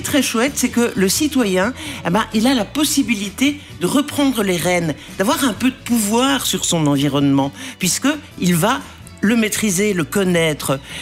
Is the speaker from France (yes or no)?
no; Belgium; On dit chez nous en Belgique.